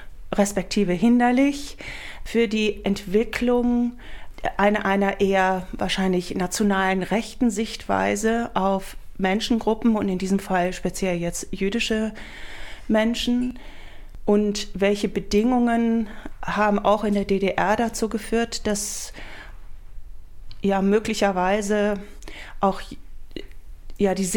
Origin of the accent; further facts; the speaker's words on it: England, United Kingdom; also born or lived in Potsdam; now in Oldenburg, Germany; meine Zeit in Potsdam, als ich zum ersten Mal als Engländerin, zum ersten Mal mit Menschen in den Kontakt kam und in den Austausch kam, die in der DDR groß geworden sind.